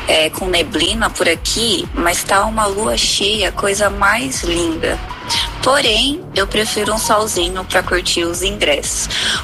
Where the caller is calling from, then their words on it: São José dos Campos, São Paulo, Brazil; eu sou aqui do Jardim das Flores, perto do Eugênio de Melo, eu trabalho no CEASA.